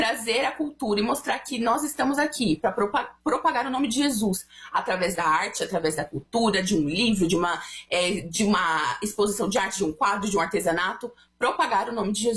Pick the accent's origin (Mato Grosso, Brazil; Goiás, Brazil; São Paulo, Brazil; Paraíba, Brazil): São Paulo, Brazil; Eu nunca fui para Curitiba, sou de São Paulo